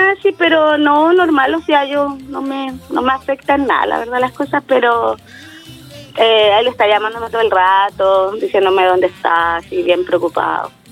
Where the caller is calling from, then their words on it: Chile; Yo estoy llamando acá del Puente 5.